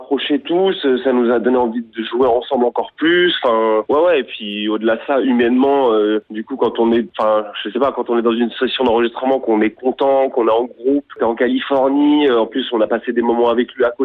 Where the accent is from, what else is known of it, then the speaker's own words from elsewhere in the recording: France; on est français et on n'a pas tous la même faculté à avoir l'accent